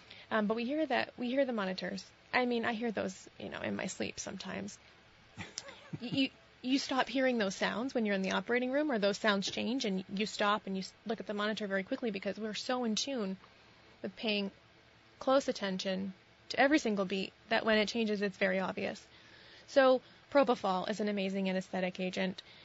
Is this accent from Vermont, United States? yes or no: yes; Sheldon, Vermont, United States; also born or lived in St. Albans, Vermont; I grew up in Sheldon, Vermont.